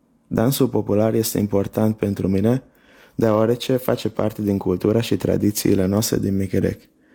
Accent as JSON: {"language": "Romanian", "town": "Méhkerék", "region": "Békés", "country": "Hungary", "said": "și am 19 ani. Sunt din Michereci, un sat din județul Becheș, unde și eu locuiesc. Michereci este un sat cu o comunitate românească importantă, iar pentru mine este un loc foarte drag."}